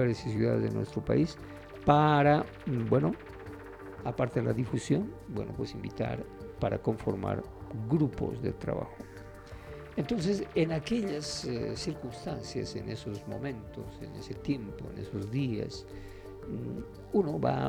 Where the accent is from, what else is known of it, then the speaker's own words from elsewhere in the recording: Bolivia; como bolivianos, estamos entrando otra vez a otro círculo vicioso